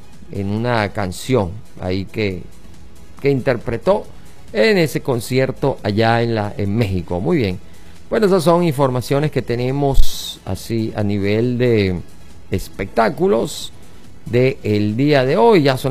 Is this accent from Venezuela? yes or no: yes; Venezuela